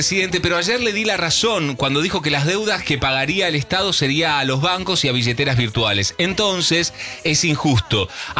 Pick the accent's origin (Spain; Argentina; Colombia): Argentina; Los argentinos... En serio, que siempre salimos adelante.